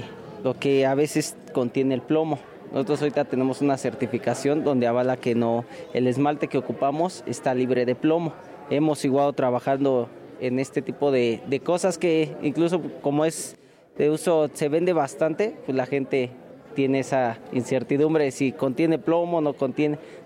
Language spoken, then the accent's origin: Spanish; Texcoco, State of Mexico, Mexico; Somos de Santa Cruz de Arriba, Texcoco, México.